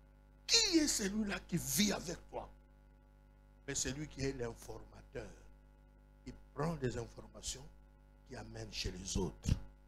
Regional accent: Kinshasa, DR Congo; chez nous, à Kinshasa, moi je suis de Kinshasa

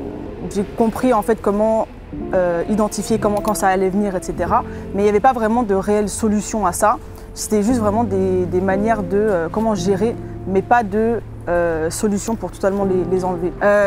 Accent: England, United Kingdom; also born or lived in Switzerland; J'ai grandi un peu en Angleterre, un peu en Suisse.

